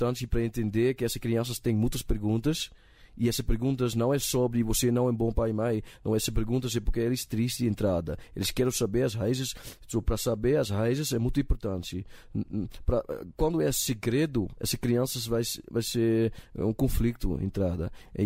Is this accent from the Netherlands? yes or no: yes; Netherlands; Portuguese is a second language; Quando eu fui criado na Holanda, foi uma época quando eu fui na escola mais grande